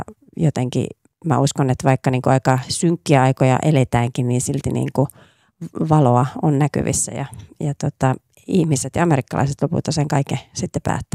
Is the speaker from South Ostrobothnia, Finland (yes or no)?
no; Oulu, North Ostrobothnia, Finland; Kotikaupunkini oululaisille.